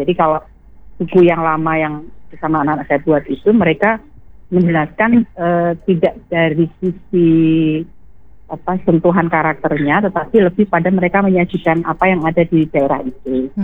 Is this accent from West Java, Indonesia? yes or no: no; Semarang, Central Java, Indonesia; saya lahir besar sampai sekarang di Semarang